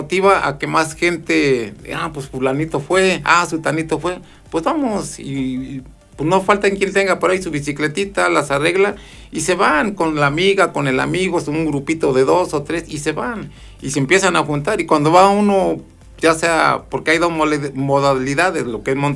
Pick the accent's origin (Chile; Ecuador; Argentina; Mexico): Mexico; Ah, soy mexicano, viva México.